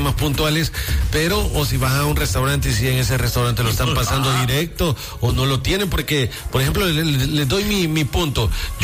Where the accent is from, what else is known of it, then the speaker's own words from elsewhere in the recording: El Salvador; uno como salvadoreño se tiene que rebuscar